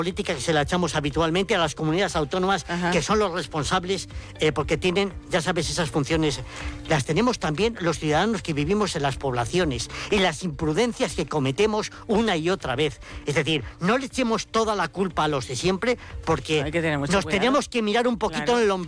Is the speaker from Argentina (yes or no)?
no; Fermoselle, Castile and León, Spain; Y es el incendio de mi tierra, en Fermoselle.